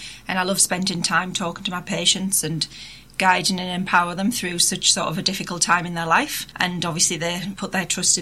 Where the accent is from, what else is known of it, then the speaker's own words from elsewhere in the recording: Sunderland, North East England, United Kingdom; I'm from Sunderland